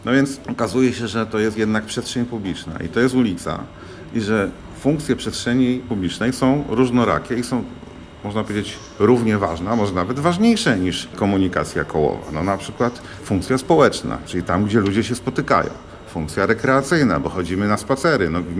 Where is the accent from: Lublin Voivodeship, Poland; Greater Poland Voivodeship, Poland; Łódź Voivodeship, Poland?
Łódź Voivodeship, Poland; Łódź; u nas się dzieje w Łodzi